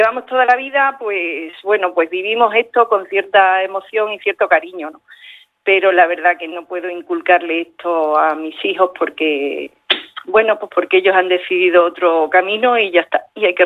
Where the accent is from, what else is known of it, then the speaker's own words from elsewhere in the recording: Miajadas, Extremadura, Spain; also born or lived in Escorial; Yo es que soy de Miajadas, pero bueno, tenemos el obrador en Escorial. y en Miajadas hay un tipo de pestiño y en Escuriola hay otro tipo.